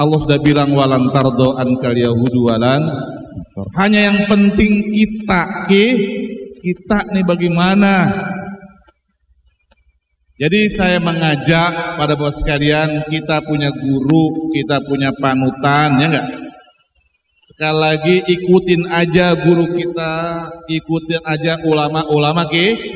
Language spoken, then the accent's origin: Indonesian; Indonesia; also born or lived in Syria